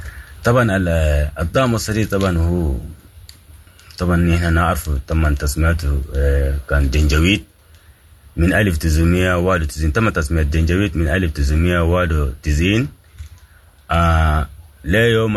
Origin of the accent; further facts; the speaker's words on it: Sudan; لانه هم نحن سودانيين وافارقة صحيح